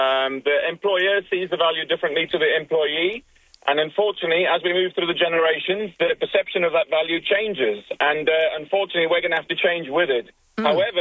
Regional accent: South Africa; No, I'm actually South African.

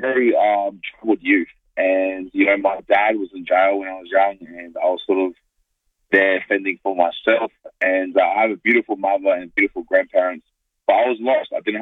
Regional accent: Adelaide, South Australia, Australia; moved away as an adult; also born or lived in Two Wells / Taperoo; now in Auckland, New Zealand; I grew up in North Haven and also Two Wells. Originally, when we first came to Adelaide, I was in Taparu. And then we moved in with my grandparents in North Haven. So that was sort of my area.

